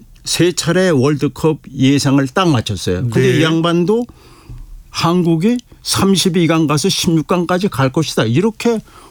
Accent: Chuncheon, Gangwon, South Korea; 제 고향이 강원도 춘천입니다.

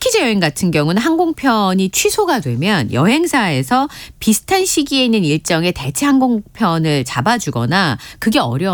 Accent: Busan, South Korea; moved away; 저는 친정이 부산이어서

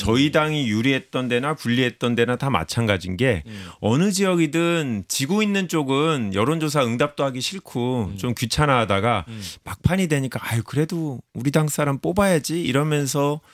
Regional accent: Jeju, South Korea; 제주에서 온

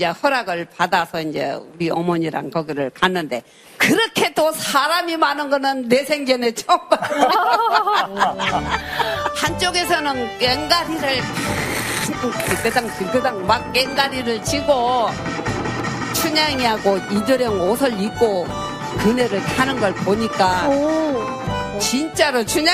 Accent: Gokseong, South Jeolla, South Korea; 태어나기는 곡성에서 태어났습니다.

